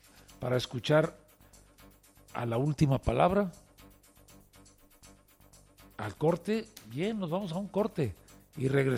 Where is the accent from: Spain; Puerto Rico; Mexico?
Mexico; Los Mochis, Sinaloa; somos malos mexicanos, malos sinaloenses, malos mochitenses